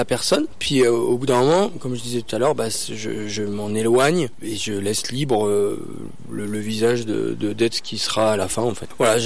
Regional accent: Réunion; J'ai grandi à La Réunion.

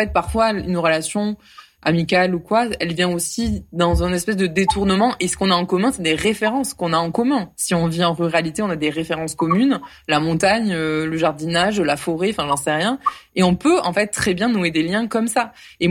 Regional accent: Occitanie, France; born there; l'occitan fait partie de ma culture, parce que je suis née dans le Tarn

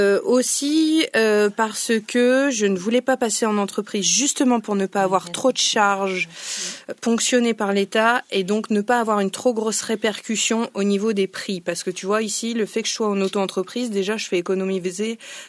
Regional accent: Lille, Hauts-de-France, France; moved away; je suis remontée dans le Nord parce qu'on est originaire de Lille.

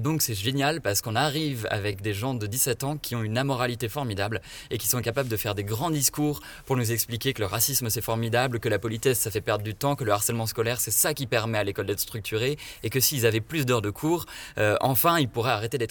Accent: Nouvelle-Aquitaine, France; Moi, je viens de Charente-Maritime, une ville un peu plus grande qu'Aubenas, mais enfin c'est comparable.

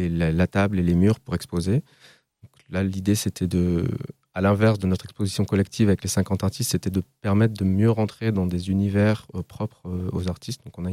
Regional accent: Lille, Hauts-de-France, France; moved away as an adult; also born or lived in Berlin; Je suis originaire de Lille. Et avant d'arriver ici, je suis passé par Berlin pendant 5 ans.

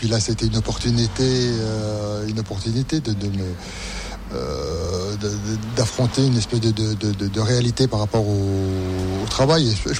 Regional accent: Besançon, Bourgogne-Franche-Comté, France; born or raised there; also born or lived in Lons-le-Saunier

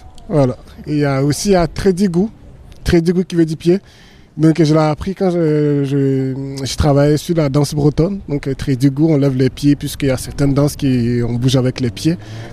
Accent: Grand-Bassam, Comoé, Côte d’Ivoire; also born or lived in Bonoua; Je suis né à Beaunois. Donc à Beaunois, on parle une langue qui s'appelle Abouré, que je parle très bien, je comprends très bien. Après, j'ai grandi à Grand Bassam, donc je parle aussi le Djoula.

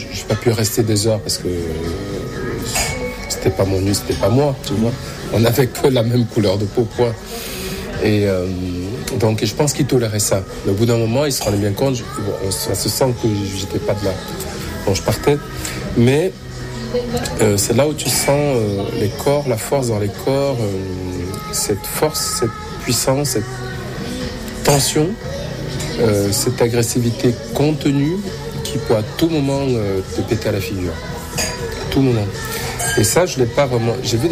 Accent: Cameroon; Bon, dont je connais bien le Cameroun. Enfin, je suis du Cameroun. Je connais New Bell.

